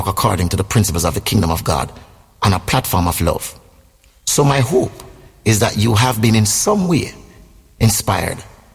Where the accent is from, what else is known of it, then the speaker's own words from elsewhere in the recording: Jamaica; I'm from the Caribbean, specifically from Jamaica. In Jamaica, we are bilingual. Yeah, man, we speak two languages. We speak standard English and fluent patois.